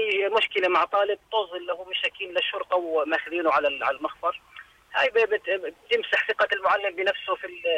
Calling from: Zarqa, Zarqa Governorate, Jordan; إحنا في الزرقاء

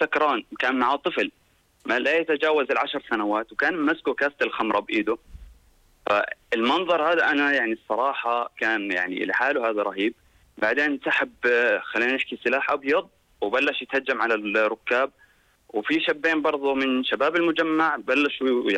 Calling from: Zarqa, Zarqa Governorate, Jordan; عندنا في الزرقاء

